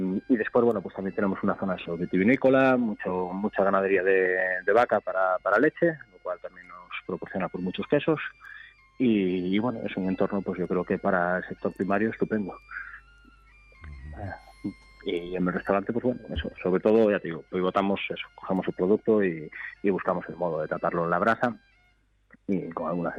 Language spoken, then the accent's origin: Spanish; Chantada, Galicia, Spain; Sí, sí, yo nací en Chantada de toda la vida.